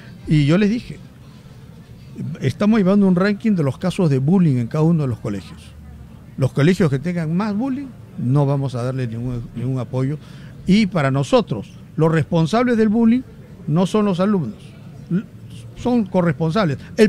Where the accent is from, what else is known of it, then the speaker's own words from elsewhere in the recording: Lima, Peru; estamos como limeños